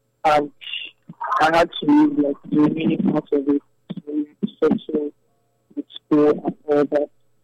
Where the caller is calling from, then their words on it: Lagos, Nigeria; I'm calling from Lagos.